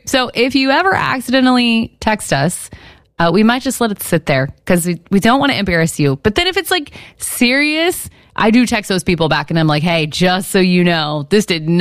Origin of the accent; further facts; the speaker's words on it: United States; Well, I did. I grew up near the Wabash River. I needed an ocean.